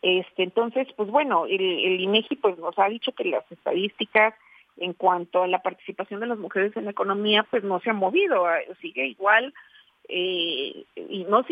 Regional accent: Mexico

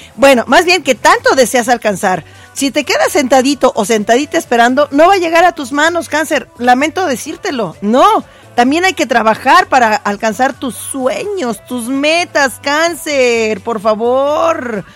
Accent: Mexico; En México comemos delicioso, ¿se dan cuenta?

